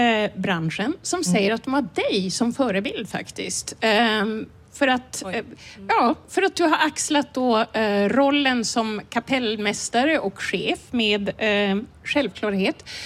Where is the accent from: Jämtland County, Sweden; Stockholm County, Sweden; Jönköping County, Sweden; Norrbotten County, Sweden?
Norrbotten County, Sweden; jag kommer ju från Norrbotten